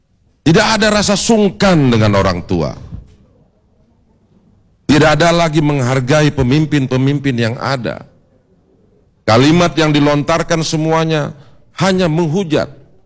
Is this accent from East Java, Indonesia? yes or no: no; Tanjung Pinang, Riau Islands, Indonesia; moved away as an adult; also born or lived in Jakarta; lahir di Tanjung Pinang 9 Januari 67 yang lalu.